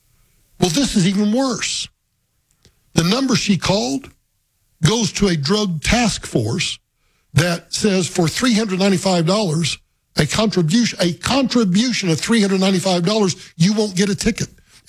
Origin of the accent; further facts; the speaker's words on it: Guymon, Oklahoma, United States; It involves, sadly to say, it involves my hometown in Guymon, Oklahoma.